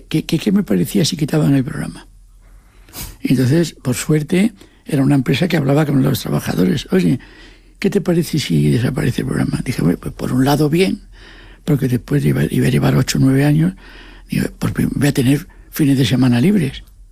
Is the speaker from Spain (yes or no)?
yes; Asturias, Spain; Como yo soy asturiano